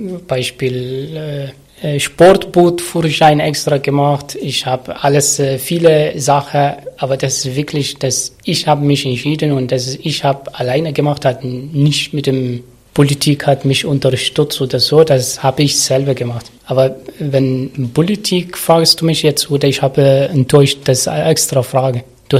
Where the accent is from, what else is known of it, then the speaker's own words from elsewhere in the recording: Syria; German is a second language; moved away as an adult; now in Germany; wie sie hat er jetzt erzählt von die Tochter, die Familie aus Syrien, genau gleiche. Wir sind alle Flüchtlinge gekommen, genau alle gleiche so.